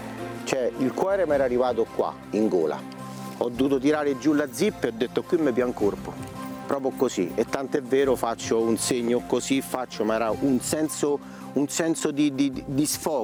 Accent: Rome, Lazio, Italy; il primo derby a Roma come romano.

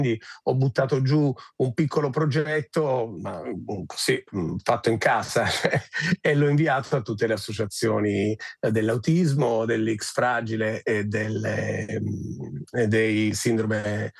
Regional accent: Taranto, Apulia, Italy; moved away as an adult; now in Florence, Italy; sono originario di Taranto

